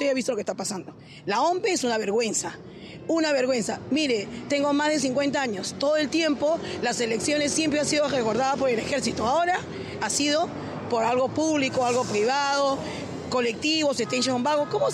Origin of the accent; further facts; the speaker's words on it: Peru; Somos muchos los buenos, somos muchos peruanos buenos.